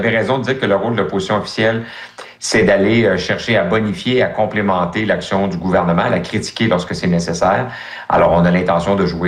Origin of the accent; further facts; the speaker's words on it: Quebec, Canada; Moi, je suis un fier francophone, je suis un fier québécois. Je veux qu'on protège notre culture, notre identité, notre langue.